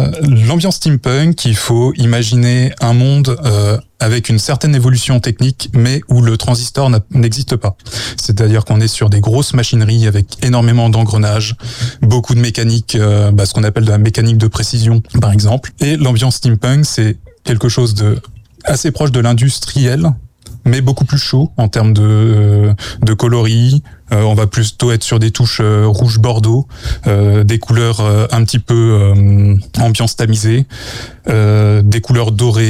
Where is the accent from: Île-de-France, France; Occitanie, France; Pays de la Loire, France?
Pays de la Loire, France; Arnage; je suis originaire d'Arnage.